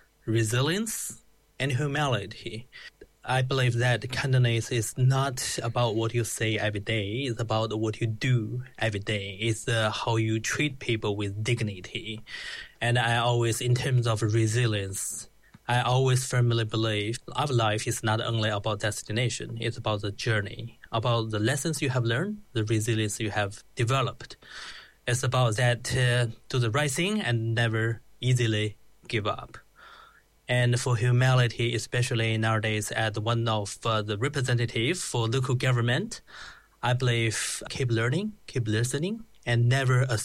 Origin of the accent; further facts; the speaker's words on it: China; born there; English is a second language; Then I was born in China, and I grew up in a very ordinary family.